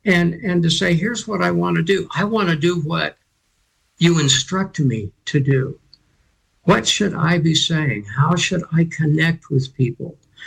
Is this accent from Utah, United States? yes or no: yes; Salt Lake City, Utah, United States; Well, I'm from Salt Lake City, Utah. I was the oldest child of five.